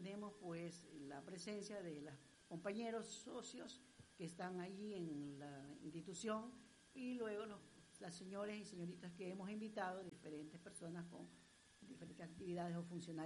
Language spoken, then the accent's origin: Spanish; Ecuador; Somos bien ecuatorianos